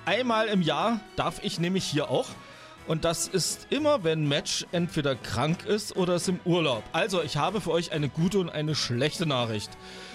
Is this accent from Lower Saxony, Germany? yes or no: no; Eisenach, Thuringia, Germany; ich bin ja aus der Bronx in Eisenach